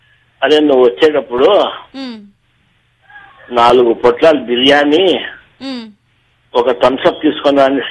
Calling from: Kadapa, Andhra Pradesh, India; నేను కడప నకాశ్రీ నుండి

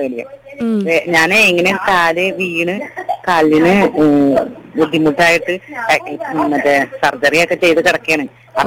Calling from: Alangad, Kerala, India; വീട് ആലങ്ങാട് കോട്ടപ്പുറം.

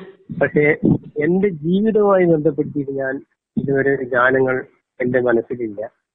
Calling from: Kadambur, Kerala, India; Kadambur.

